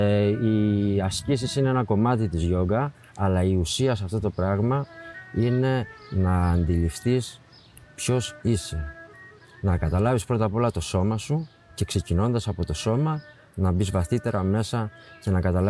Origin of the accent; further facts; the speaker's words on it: Houdetsi, Crete, Greece; also born or lived in Heraklion; Είμαι από το Χουδέτσι, ναι. Καταγωγή μου είναι από το Χουδέτσι. Έχω ζήσει αρκετά χρόνια στο Ηράκλειο και τα τελευταία 15 χρόνια ξαναμένω στο Χουδέτσι οικογενειακός πλέον, με την Ελένη και τον Ιάσονα.